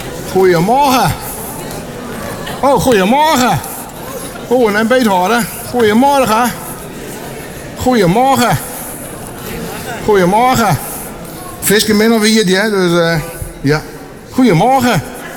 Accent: Urk, Flevoland, Netherlands; Ik kom van Urk. Ja, een typische achternaam op Urk.

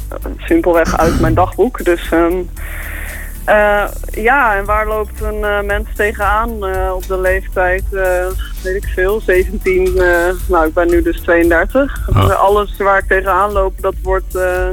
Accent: Dokkum, Friesland, Netherlands; born there; now in Leeuwarden, Netherlands

